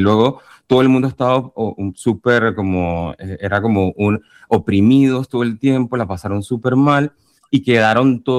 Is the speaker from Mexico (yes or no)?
no; Panama; Yo crecí toda mi vida en Panamá, pero de este lugar no sabía nada, ni de la comida, ni de nada.